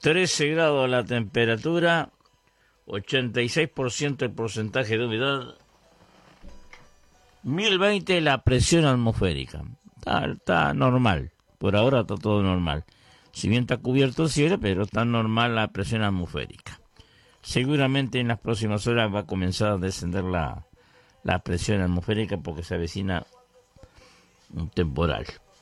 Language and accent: Spanish; Vergara, Treinta y Tres, Uruguay; Muchas gracias a la gente de Vergara, a la gente de mi pueblo